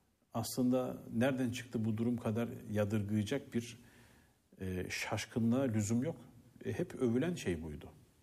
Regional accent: Anatolia, Turkey; moved away; ben mümkün mertebe bayramlarımı yani pek istisnası da yoktur. Anadolu'da kendi memleketimde geçiririm.

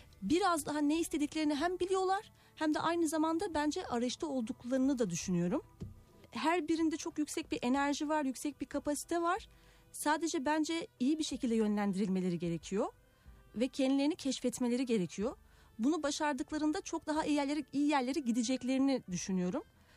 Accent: Siirt, Siirt Province, Turkey; memleketim Siirt.

